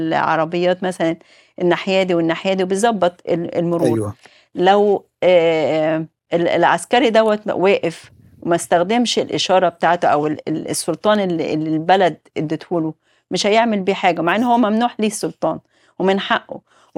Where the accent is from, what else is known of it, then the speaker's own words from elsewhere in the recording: Egypt; إحنا عندنا في مصر